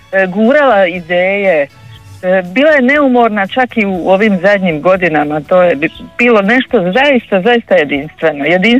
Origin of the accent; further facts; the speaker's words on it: Kaštela, Split-Dalmatia County, Croatia; ovdje kod nas u Kaštelima